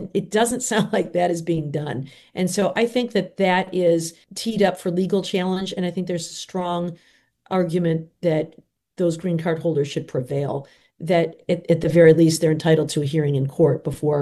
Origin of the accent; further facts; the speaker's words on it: Michigan, United States; In my home state of Michigan, there's a ballot initiative to remove that power from utilities